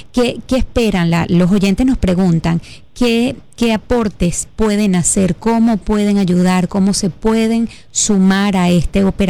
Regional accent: Venezuela; yo que soy venezolana

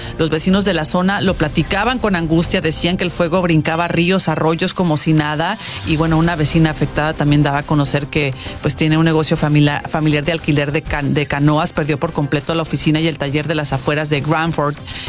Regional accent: Sinaloa, Mexico; en mi tierra decía, le prendió al chamaco la vacuna

